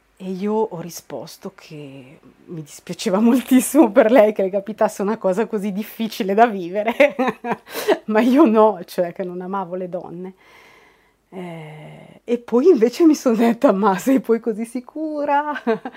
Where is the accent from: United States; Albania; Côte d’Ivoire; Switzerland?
Switzerland; Cavergno, Ticino; also born or lived in Mendrisio; io sono nata a Cavernio negli anni 70